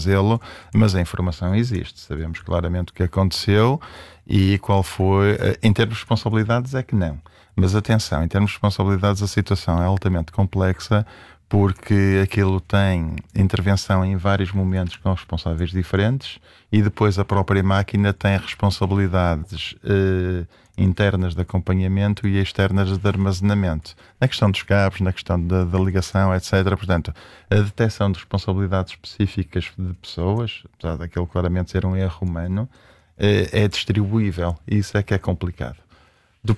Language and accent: Portuguese; Braga, Norte, Portugal; eu sou de Braga